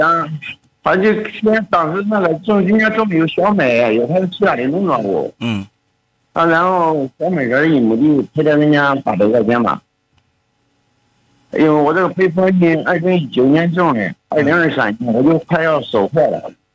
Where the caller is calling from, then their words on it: Lixin County, Anhui, China; 我是利新县。